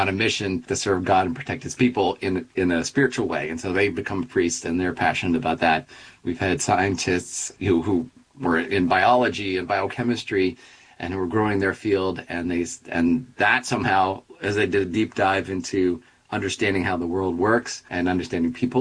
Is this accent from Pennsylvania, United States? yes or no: yes; Philadelphia, Pennsylvania, United States; I'm from Philadelphia, We have parishes that are closing and merging.